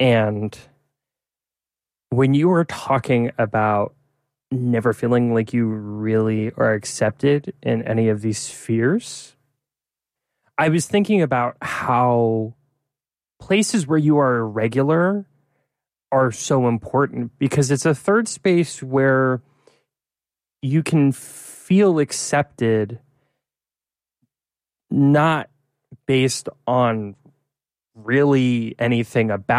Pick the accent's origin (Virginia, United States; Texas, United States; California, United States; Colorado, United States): Virginia, United States; Norfolk; because I'm from Norfolk, Virginia. So I'm from, people say it's not the South. I argue that it's the South.